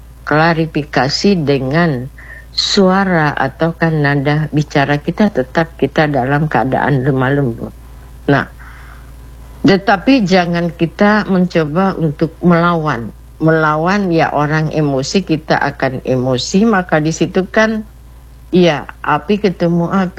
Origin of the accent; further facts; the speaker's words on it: South Sulawesi, Indonesia; dan ini kan sejalan dengan falsafah kita ya sebagai orang Bugis